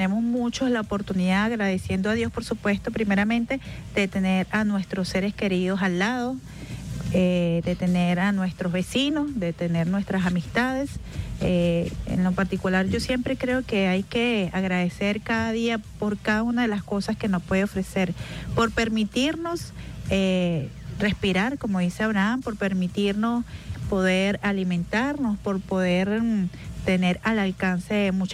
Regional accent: Venezuela; la gente con más fe en el mundo somos los venezolanos y venezolanas.

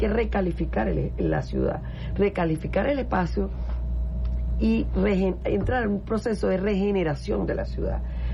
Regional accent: Venezuela

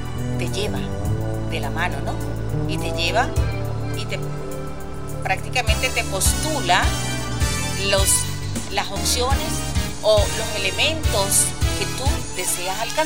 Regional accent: Venezuela; nosotros como venezolanos

